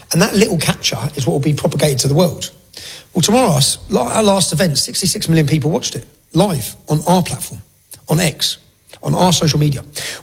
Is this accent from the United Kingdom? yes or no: yes; Luton, East of England, United Kingdom; Now, my hometown, Luton, was the home of Vauxhall's. They employed 30,000 people. It's gone. My dad worked there.